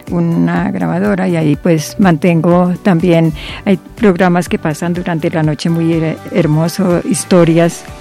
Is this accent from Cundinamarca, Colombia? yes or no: yes; Tocaima, Cundinamarca, Colombia; Yo soy de Tocaima.